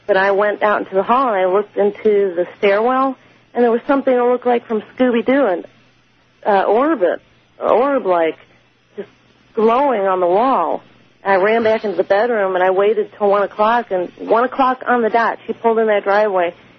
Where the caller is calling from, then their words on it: St. Louis, Missouri, United States; I'm from St. Louis, Missouri.